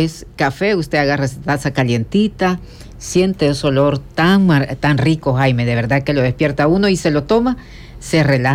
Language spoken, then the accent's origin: Spanish; El Salvador; Nosotros tomamos café, pues en todo momento como salvadoreño.